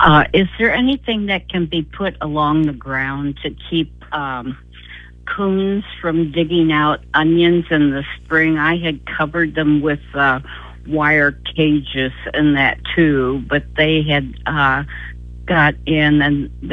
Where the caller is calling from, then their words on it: Moline, Illinois, United States; from Moline.